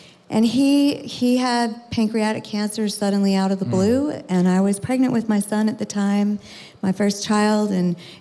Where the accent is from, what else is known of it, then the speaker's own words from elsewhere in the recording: San Francisco, California, United States; I'm a sixth generation native San Franciscan.